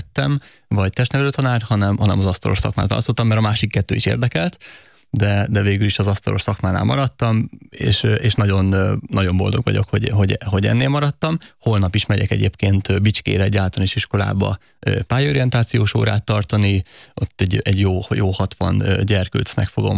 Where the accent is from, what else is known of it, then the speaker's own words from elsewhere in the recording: Budaörs, Pest, Hungary; Én speciál Budaörsön nőttem föl